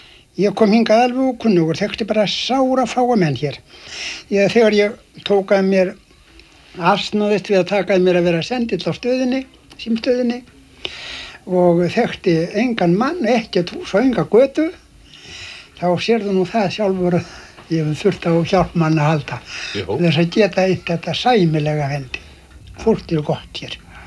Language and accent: Icelandic; Meðalland, Southern Region, Iceland; now in Vestmannaeyjar, Iceland; Nei, ég var uppvaxtar án mín hörnustri í Meðalandi.